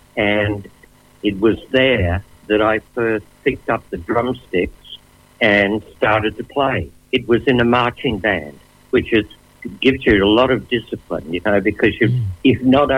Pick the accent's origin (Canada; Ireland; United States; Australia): Australia; Kingaroy, Queensland; also born or lived in Margate; I grew up in Kingaroy, little country town in Queensland.